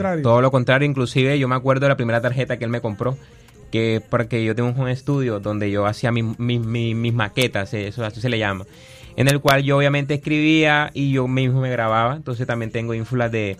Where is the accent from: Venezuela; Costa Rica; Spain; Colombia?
Colombia; Barranquilla, Atlántico; Sí, porque somos costeños, y yo hice la canción es pensando en nosotros los costeños